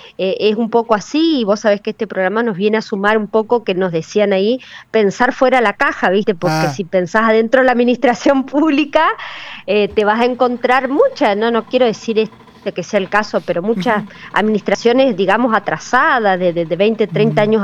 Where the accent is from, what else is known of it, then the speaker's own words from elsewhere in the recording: Entre Ríos, Argentina; fuimos 2 argentinas las que quedamos seleccionadas y justamente 2 entrerrianas